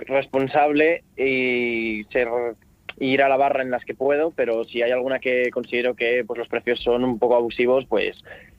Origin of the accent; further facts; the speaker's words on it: Asturias, Spain; a ti como asturiano te presta.